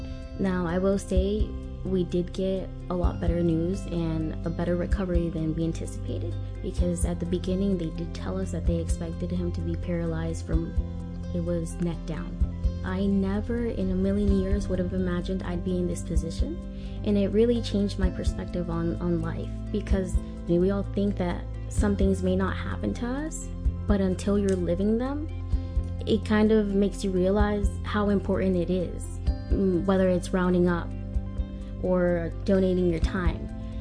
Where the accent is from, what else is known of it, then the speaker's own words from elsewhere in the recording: Savannah, Georgia, United States; from Savannah.